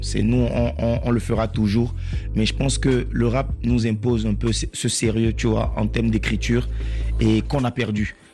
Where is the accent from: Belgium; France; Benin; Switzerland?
Benin; accent: Beninese; j'ai un accent français qui est très, très béninois quand je rappe.